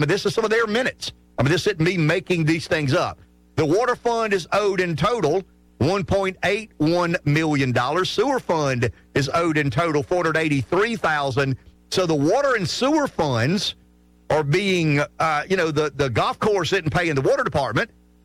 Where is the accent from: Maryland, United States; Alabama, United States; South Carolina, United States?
South Carolina, United States; Pamplico; I'm from Pamplico